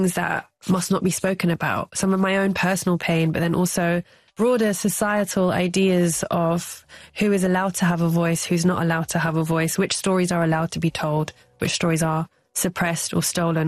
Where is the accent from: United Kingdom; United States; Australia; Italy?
United Kingdom; London; born or raised there